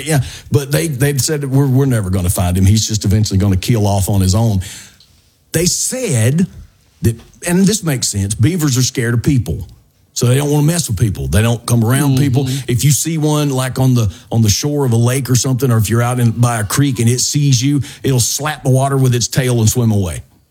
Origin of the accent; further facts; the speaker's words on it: Mississippi, United States; we come from a place like Pancake and I grew up in Mississippi. We come from a place where you jump in the lake and a water moccasin might